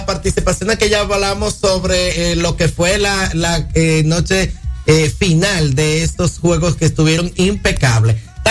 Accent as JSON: {"language": "Spanish", "country": "Dominican Republic"}